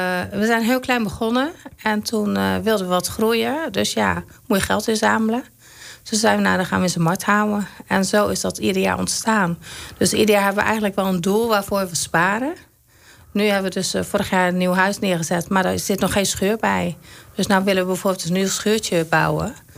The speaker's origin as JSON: {"language": "Dutch", "town": "Zoetermeer", "region": "South Holland", "country": "Netherlands", "tie": "born or raised there", "also_born_or_lived": "Rozenburg", "moved": "yes", "lives_now": "Nieuwe-Tonge, Netherlands", "said": "In Rozenburg, en ik ben opgegroeid in Zoetermeer."}